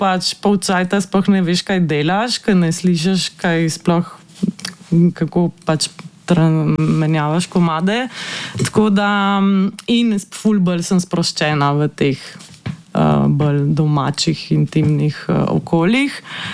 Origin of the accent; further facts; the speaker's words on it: Trieste, Friuli-Venezia Giulia, Italy; now in Ljubljana, Slovenia; Ne, ker sem se preselila v Ljubljano in oni imajo vaje v Trstu, ker sem iz Trsta doma.